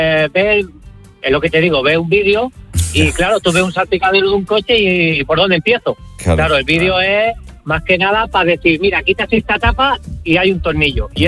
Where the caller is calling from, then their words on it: Castelldefels, Catalonia, Spain; mi pueblo, que es Castelldefels, y puedo entrar en el pueblo, en la ciudad donde trabajo, que es Badalona.